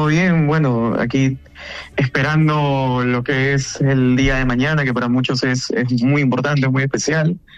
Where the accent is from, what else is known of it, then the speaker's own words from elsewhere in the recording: Lima, Peru; Bueno, yo soy de Lima, Perú.